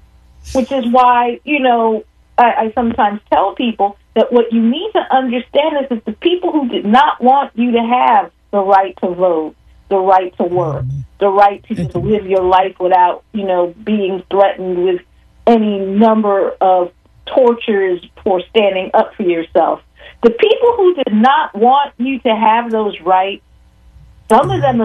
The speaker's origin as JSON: {"language": "English", "country": "United States", "said": "I'm 62 years old, mm-hmm. which means I, as an American"}